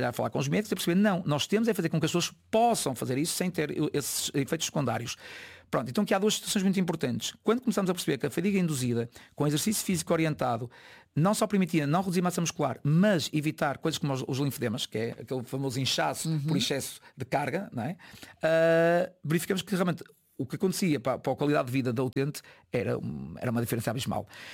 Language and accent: Portuguese; Braga, Norte, Portugal; eu também sou de Braga